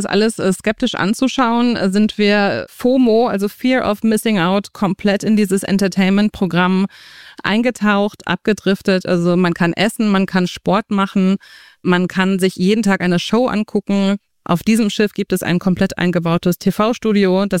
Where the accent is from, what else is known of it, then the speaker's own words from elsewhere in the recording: Germany; ich bin Seglerin, ich bin an der Ostsee aufgewachsen.